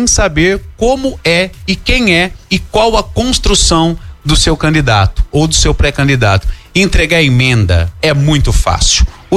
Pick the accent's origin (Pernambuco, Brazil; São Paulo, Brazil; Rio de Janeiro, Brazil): São Paulo, Brazil; Lençóis Paulista; born there; a cidade abençoada onde eu moro, onde eu nasci